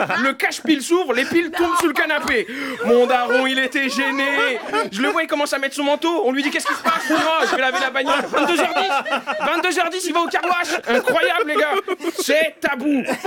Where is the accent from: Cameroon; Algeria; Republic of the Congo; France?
Algeria; Moi, je suis algérien.